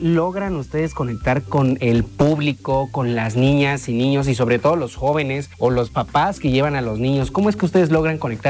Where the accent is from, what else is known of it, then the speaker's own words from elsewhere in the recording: Oaxaca, Mexico; es inevitable para uno como oaxaqueño no pensar en el Istmo de Tehuantepec